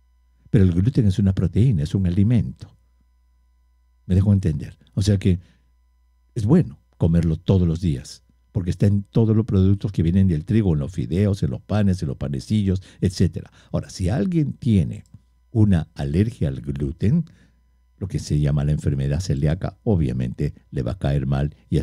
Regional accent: Peru; now in United States

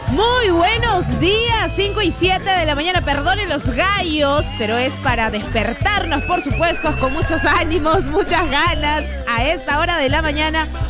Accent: Peru

